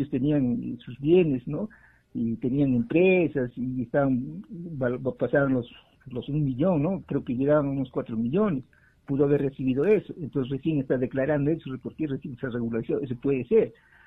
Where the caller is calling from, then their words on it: Juliaca, Puno, Peru; de acá de Juliaca.